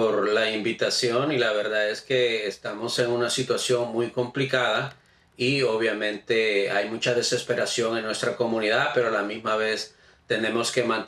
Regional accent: El Salvador; porque como salvadoreño, 25 años no le podemos llamar temporal cuando hemos construido una vida, familias, negocios, y somos parte de esta sociedad.

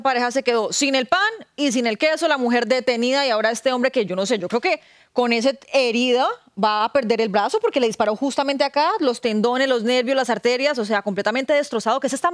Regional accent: Syria; Mi querida, yo digo yo que yo soy de Siria, ya es momento de que abran los ojos

